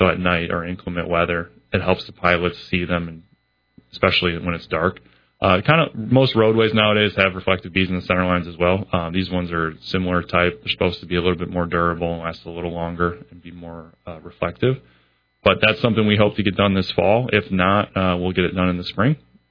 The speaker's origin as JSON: {"language": "English", "town": "Wixom", "region": "Michigan", "country": "United States", "said": "I'm from Wixom. So that's right next door."}